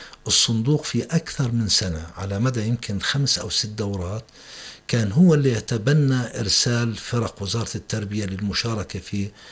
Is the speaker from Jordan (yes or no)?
yes; Jordan; عندنا في الأردن